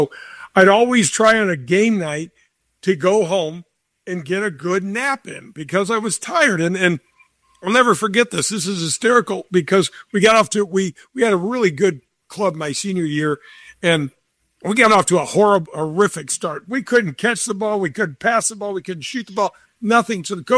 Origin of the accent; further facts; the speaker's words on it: North County, St. Louis, Missouri, United States; I grew up in North County, which was about 40 minutes away from St. Louis U High.